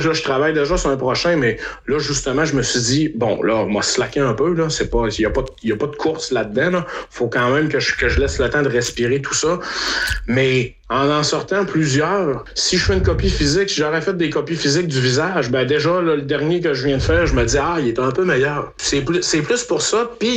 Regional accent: Quebec, Canada; ça doit pas être tout le monde qui va voir que je viens du Québec, là.

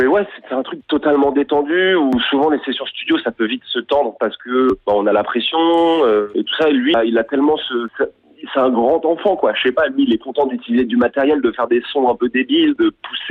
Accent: France; on est français et on n'a pas tous la même faculté à avoir l'accent

